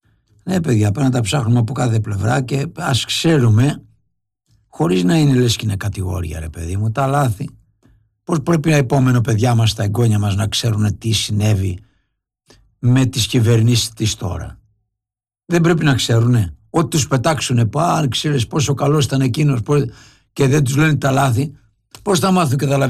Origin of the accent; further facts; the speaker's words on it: Egklouvi, Ionian Islands, Greece; από το χωριό μου. Εγκλουβή που έχω εξηγήσει, εγκλουβή είναι εγκλουβή. Μέσα σε 4-5 βουνά είναι αυτό το καταπληκτικό χωριό που βγάζει τη φοβερή διεθνής φήμης φακή.